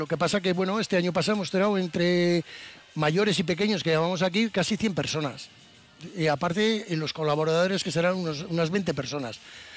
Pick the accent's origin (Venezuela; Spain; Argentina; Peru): Spain; Araia, Basque Country; ya en el pueblo casi no eres araye, sino que eres Alipendi. Cuando vas a Vitoria, vas a cualquier lado, ¿de dónde eres? De Araya.